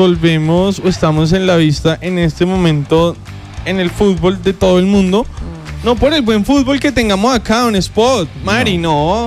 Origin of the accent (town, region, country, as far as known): Colombia